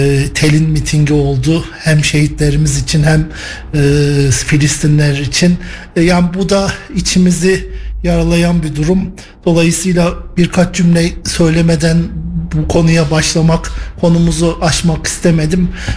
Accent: Kayseri, Turkey; Ben Kayseriliyim.

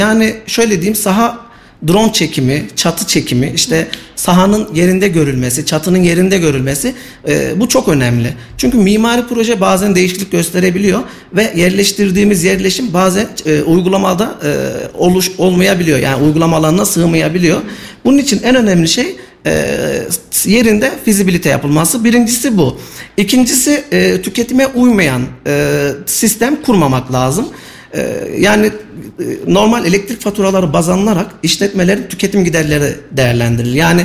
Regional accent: Kayseri, Turkey; bizim kendi memleketimiz Kayseri ve İç Anadolu bölgesi

